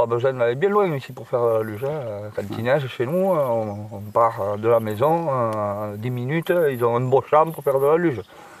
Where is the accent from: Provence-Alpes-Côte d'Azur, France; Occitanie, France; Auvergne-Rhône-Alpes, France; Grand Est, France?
Provence-Alpes-Côte d'Azur, France; Puyvert; Ouais, nous, on est de Puyvert.